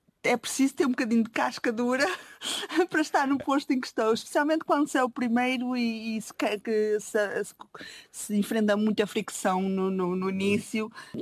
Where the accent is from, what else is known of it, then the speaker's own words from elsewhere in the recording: Minho, Portugal; porque é a grande festa, e como minhota faço questão de ir, os meus filhos adoram ir, e a gente está lá, passa lá tempo com os meus pais